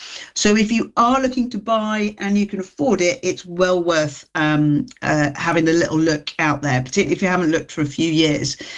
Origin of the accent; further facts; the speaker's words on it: Nottingham, East Midlands, United Kingdom; also born or lived in Dudley; now in Birmingham, United Kingdom; albeit I grew up in Nottingham, it's my home, it's where I was born, because I was born in Dudley